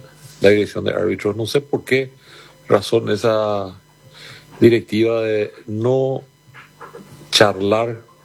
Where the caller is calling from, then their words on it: Asunción, Paraguay; de Asunción, San Vicente.